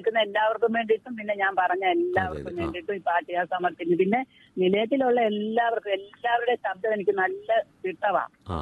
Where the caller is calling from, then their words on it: Chengannur, Kerala, India; ചെങ്ങന്നൂർ കാരക്കാട് നിന്ന് വിളിക്കുവാ.